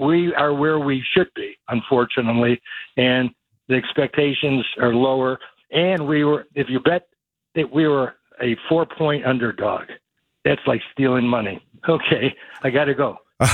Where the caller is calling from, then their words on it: Michigan, United States; I'm from Michigan.